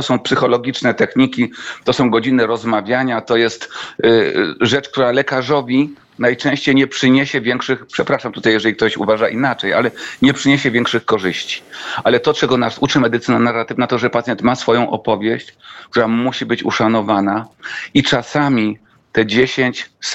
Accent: Kraków, Lesser Poland, Poland; also born or lived in Warsaw; jestem krakusem, można powiedzieć, z epizodem warszawskim, który był epizodem bardzo, bardzo ważnym w moim życiu.

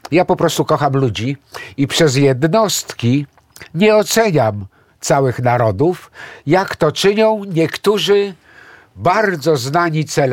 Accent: Greece; Ja jestem Grekiem.

